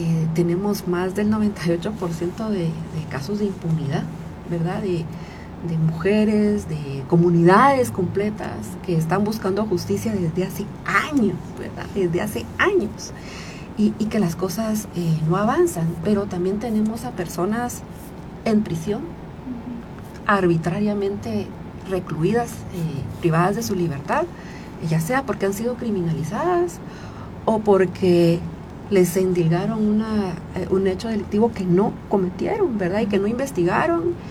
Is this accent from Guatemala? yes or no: yes; Guatemala; nosotras como guatemaltecas